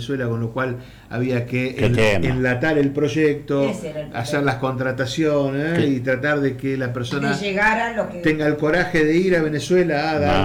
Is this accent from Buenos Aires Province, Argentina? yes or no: yes; La Plata, Buenos Aires Province, Argentina; Soy de La Plata y orgullosamente